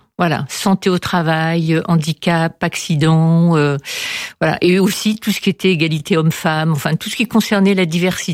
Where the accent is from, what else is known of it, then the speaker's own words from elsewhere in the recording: Algeria; also born or lived in Morocco; Algérie, mais je suis née un petit peu par hasard au Maroc. Mais ensuite, à partir de l'âge de 10 mois, j'ai passé toute mon enfance en Algérie.